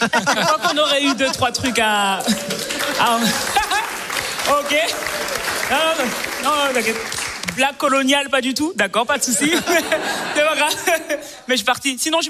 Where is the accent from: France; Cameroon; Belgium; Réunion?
Belgium; Et vous savez, moi je suis belge. Ok, ma famille est française